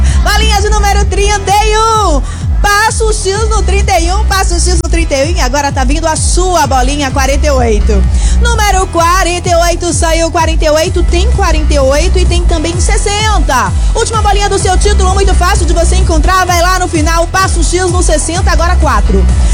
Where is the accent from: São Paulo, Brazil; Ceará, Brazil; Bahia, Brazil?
Bahia, Brazil; Murilo fala de Arimbepe porque ele sabe que é meu ponto fraco da minha terrinha, né?